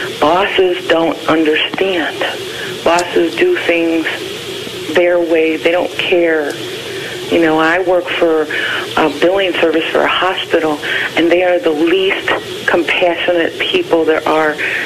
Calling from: Alsip, Illinois, United States; I'm from Alsip, Illinois.

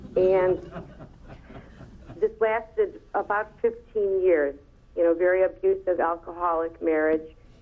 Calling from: Cleveland, Ohio, United States; Cleveland, Ohio.

